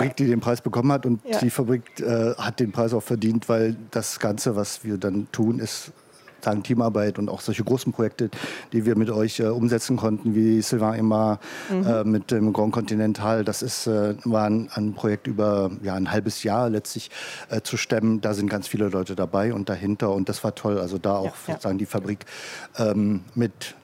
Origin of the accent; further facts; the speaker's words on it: eastern Germany, Germany; Ich bin im Osten groß geworden, ich habe viele Frauenkollektive erlebt